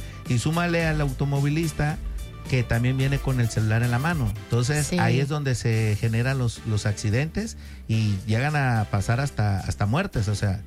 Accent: Tabasco, Mexico; now in Puerto Vallarta, Mexico; Yo no soy de Vallarta, soy del estado de Tabasco, tengo 30 años en Vallarta

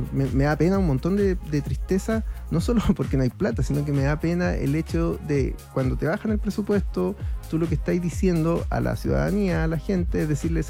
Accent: Chile; quiénes somos como chilenos.

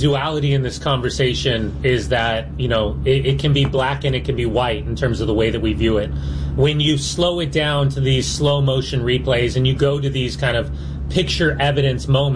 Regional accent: Upland, California, United States; being a kid from Southern California, growing up in Upland

